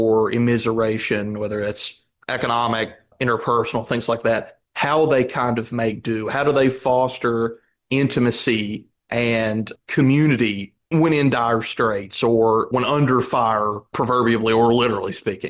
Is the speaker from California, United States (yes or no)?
no; Kentucky, United States; I'm from Kentucky, District 5. It's the congressional district. I think it is the poorest congressional district in the United States, metrically speaking.